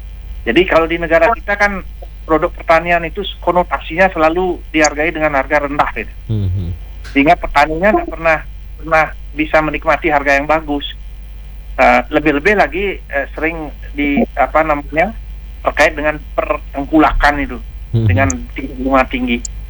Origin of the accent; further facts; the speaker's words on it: Bali, Indonesia; Saya sendiri warga Badung